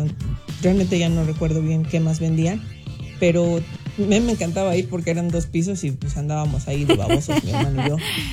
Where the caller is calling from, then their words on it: San Martín Texmelucan, Puebla, Mexico; yo soy de Texmelucan